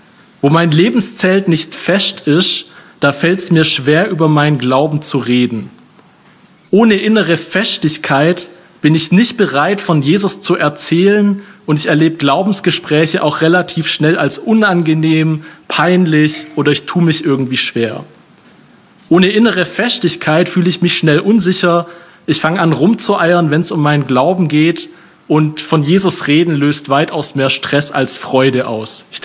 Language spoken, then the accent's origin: German; Baden-Württemberg, Germany; Bei uns im Schwabenland haben wir eine sehr ausgeprägte Zeltlagerkultur und ich denke, das weiß jedes Kind in unseren Gemeinden.